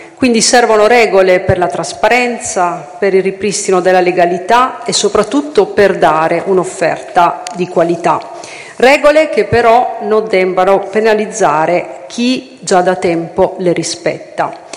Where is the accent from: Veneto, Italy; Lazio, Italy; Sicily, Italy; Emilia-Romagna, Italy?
Emilia-Romagna, Italy; Rimini; da riminese, abitante di Rimini, che è modello della ricettività e dell'accoglienza, lo dico con cognizione di causa.